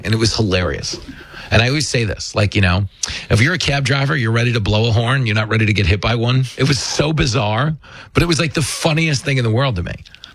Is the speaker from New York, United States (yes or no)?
yes; New York, United States; Yeah, anybody tells you, because we're from New York, so we know the difference.